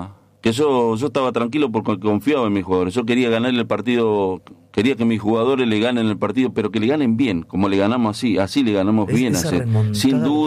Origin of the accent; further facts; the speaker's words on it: Argentina; nosotros somos así, los argentinos tienen esa impronta a veces.